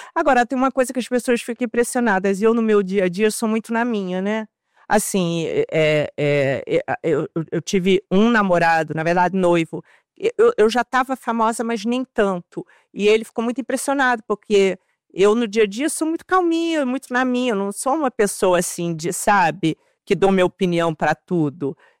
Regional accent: Brazil; eu sou brasileira, eu vivo aqui

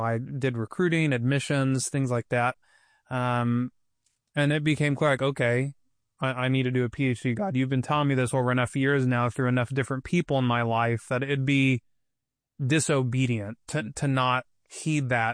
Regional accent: Redlands, California, United States; also born or lived in Yucaipa; I didn't grow up in Orange County, San Diego, LA, Malibu. I grew up in Redlands, Yucaipa.

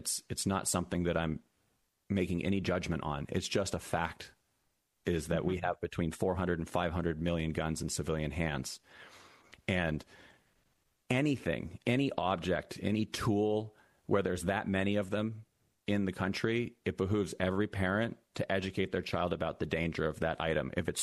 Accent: Massachusetts, United States; I come from Massachusetts myself. I was raised in Massachusetts. I grew up in communities. I never heard the word gun.

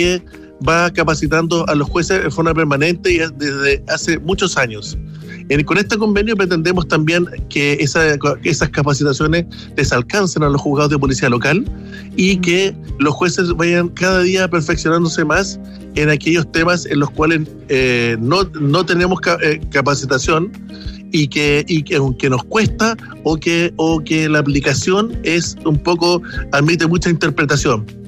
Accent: Chile; Claro, como buen chileno.

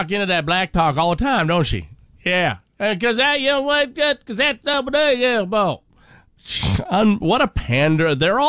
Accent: United States; We're American. Just stop it.

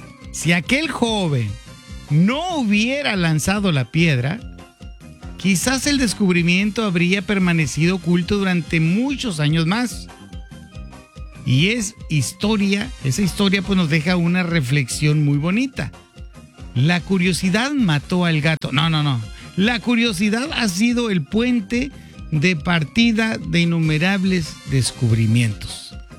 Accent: Sonora, Mexico; Y yo soy de Sonora.

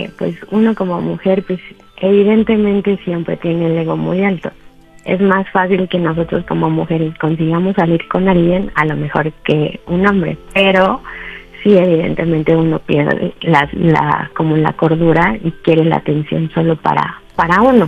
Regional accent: Guadalajara, Jalisco, Mexico; 34 años y soy de Guadalajara.

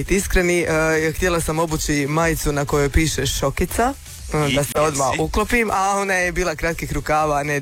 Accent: Osijek, Osijek-Baranja County, Croatia; Ja sam vam Osječanka

